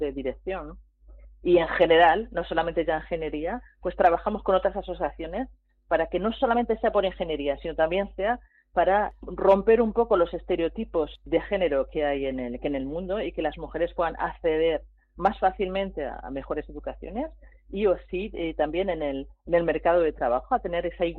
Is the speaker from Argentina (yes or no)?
no; Spain; now in France; Soy española